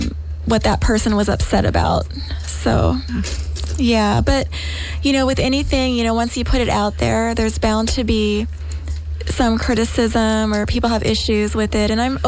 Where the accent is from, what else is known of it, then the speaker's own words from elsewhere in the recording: Fullerton, California, United States; born there; also born or lived in Pennsylvania; I was born in Pennsylvania, and then my dad's work was transferred to L.A. right after the fifth grade. And then we moved to Fullerton. So that's where I grew up.